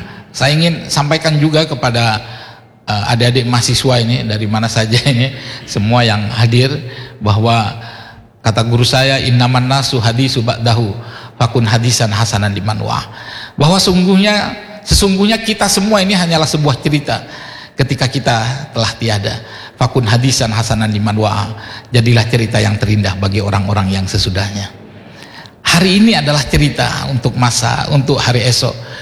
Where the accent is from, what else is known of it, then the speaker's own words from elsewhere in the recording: Sumenep, East Java, Indonesia; born there; now in Surabaya, Indonesia; Karena saya terlahir di Sumenep di keluarga yang Islam.